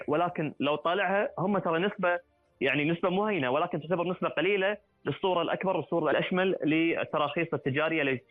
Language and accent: Arabic; Kuwait; إحنا ككويتيين